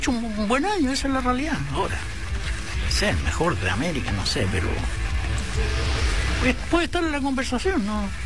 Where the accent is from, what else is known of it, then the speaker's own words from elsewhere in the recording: Chile; Ahora no, lo que pasa es que nosotros, como somos chilenos todos, ya sale una estadística así.